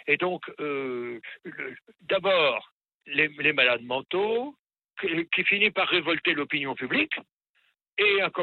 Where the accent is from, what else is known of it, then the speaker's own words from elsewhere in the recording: Normandy, France; C'est pas parce que je suis normand que je vous dis oui et non